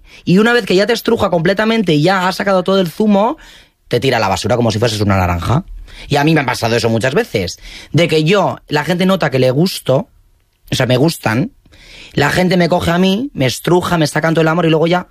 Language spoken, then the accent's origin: Spanish; Basque Country, Spain; Soy vasco. Un vasco.